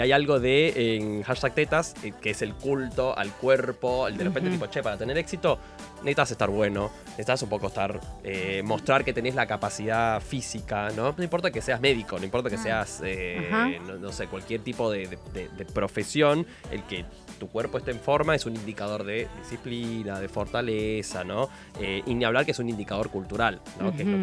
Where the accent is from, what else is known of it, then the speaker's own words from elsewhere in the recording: Venezuela; now in Argentina; Yo soy venezolano, perdí el acento.